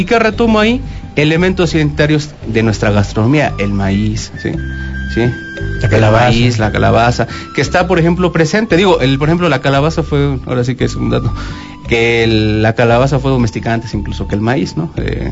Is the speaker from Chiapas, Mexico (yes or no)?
yes; Chiapas, Mexico; nuestra identidad. También chiapaneca, pero también esto que de alguna forma es inevitable decir, pero que nos conforma como también mexicanos